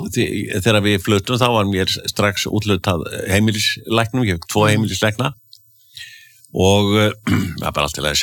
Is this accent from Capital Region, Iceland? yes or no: no; Akureyri, Northeastern Region, Iceland; born or raised there